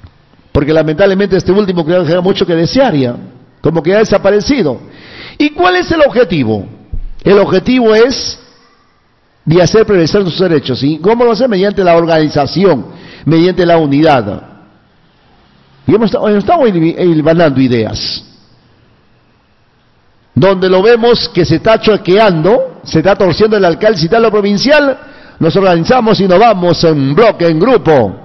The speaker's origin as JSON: {"language": "Spanish", "country": "Peru", "said": "¿Acaso no somos peruanos?"}